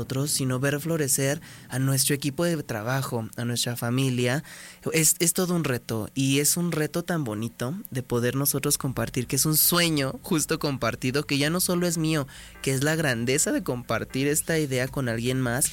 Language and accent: Spanish; Aguascalientes, Mexico; el folclórico de mi tierra, aguascalentense